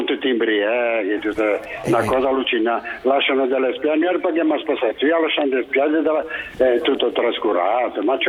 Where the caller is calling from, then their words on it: Genoa, Liguria, Italy; Io sono di Voltre